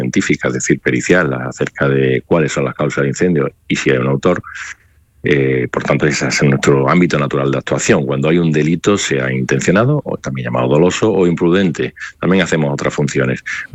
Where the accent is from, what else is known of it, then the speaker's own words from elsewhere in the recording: Cazalla de la Sierra, Andalusia, Spain; born there; moved away; Sí, soy un sevillano de Cazalla de la Sierra